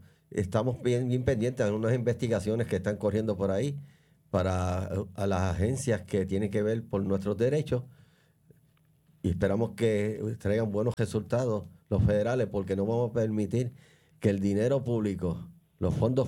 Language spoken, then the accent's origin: Spanish; Toa Alta, Puerto Rico; yo en mi pueblo de Toa Alta